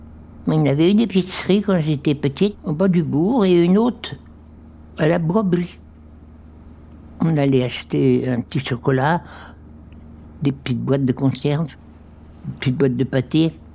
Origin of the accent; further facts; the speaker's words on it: Normandy, France; now in Domfront, France; J'ai grandi à la Bardouillère. Entre chez Louveau et la Guyardière.